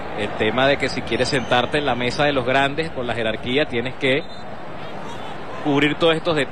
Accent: Venezuela; si es algo que lo hemos padecido como venezolanos

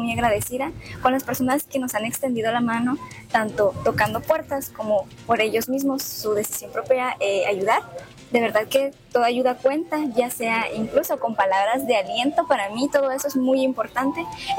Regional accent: San Benito, Petén, Guatemala; Soy nacida en Petén, soy de San Benito, orgullosamente, y para mí es un verdadero honor poder representar a la gente que me vio crecer.

